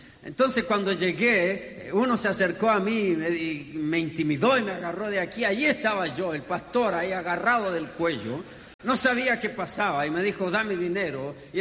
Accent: Chile; moved away as an adult; Nací en mi país, aquí en Chile, crecí

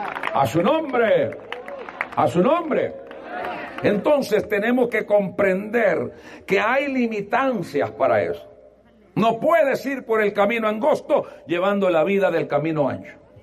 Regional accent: El Salvador; now in Honduras; todos somos nacidos acá en Honduras, pero yo me crecí en El Salvador.

